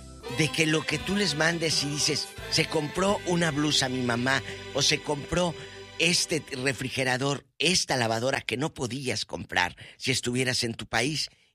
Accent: Matamoros, Tamaulipas, Mexico; born there; also born or lived in Brownsville, Texas; yo toda mi vida la viví entre Brownsville, Texas y Matamoros, desde que tengo su razón. Mi vida se crió entre Texas y Matamoros. O sea, toda mi vida, la gente que somos de frontera

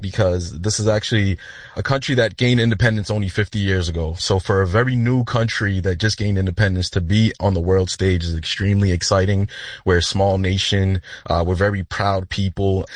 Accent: Cape Verde; exciting time to be Cape Verdean, and I'm sure these other guys can relate.

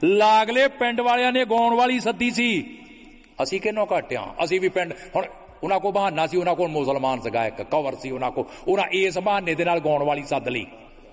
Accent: Punjab, India; born or raised there

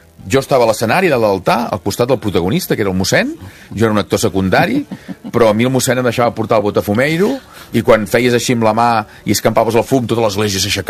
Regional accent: Sant Feliu de Buixalleu, Catalonia, Spain; jo no sóc creient. Jo vaig ser d'escolanet 10 anys. És a dir, al meu poble, a Sant Feliu de Buixalleu.

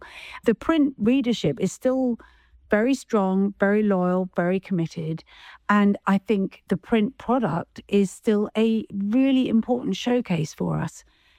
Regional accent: United Kingdom; Well, whether it's because I'm British or not, I do think when you're trying to change culture in a storied organization like the Journal, it definitely helps if you're an outsider

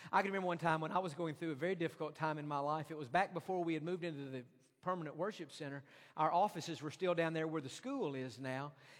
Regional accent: Texas, United States; I guess it's because I grew up in East Texas

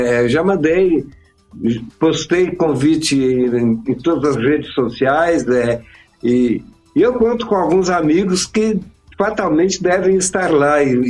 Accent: Porto Alegre, Rio Grande do Sul, Brazil; Na minha juventude, ainda em Porto Alegre, há mais de 50 anos atrás, eu frequentava uma barbearia em que acontecia isso.

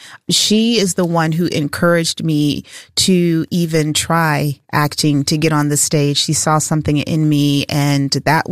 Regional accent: Fort Myers, Florida, United States; Born in Lee Memorial, yes.

